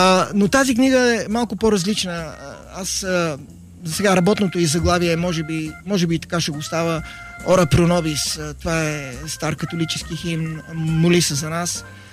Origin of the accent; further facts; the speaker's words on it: Croatia; Bulgarian is a second language; И хърватин, да. А майка ми от Белене.